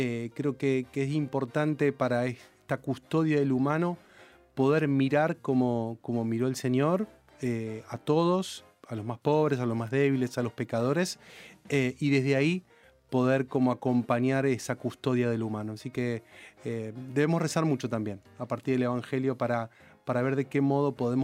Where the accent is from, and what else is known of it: Argentina